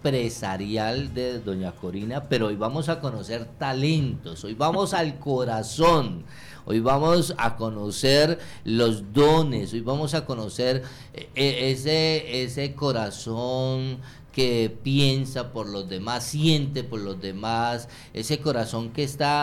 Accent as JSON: {"language": "Spanish", "country": "Colombia", "tie": "born there", "said": "nos da ejemplo a todos los que sí nacimos aquí en Colombia."}